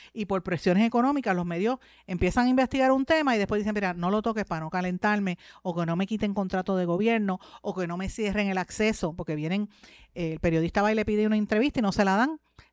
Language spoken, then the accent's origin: Spanish; Puerto Rico; mío como puertorriqueño